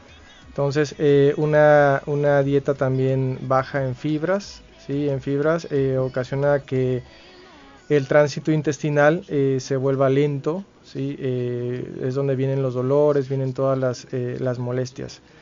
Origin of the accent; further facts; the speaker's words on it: Mexico; somos mexicanos